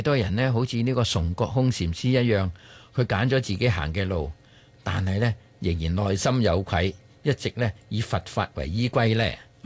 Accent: Guangdong, China; 我哋广东人嗰句说话话，聚火就系咁解啦。

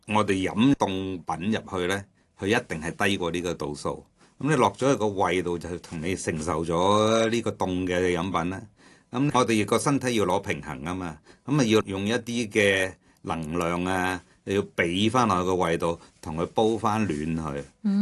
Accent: Hong Kong; 我哋香港人咧就系真系非常忙碌嘅

